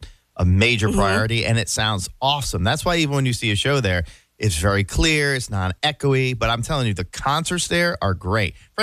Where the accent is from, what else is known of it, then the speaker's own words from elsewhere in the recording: Rhode Island, United States; because I'm a Patriots fan, I was originally from Rhode Island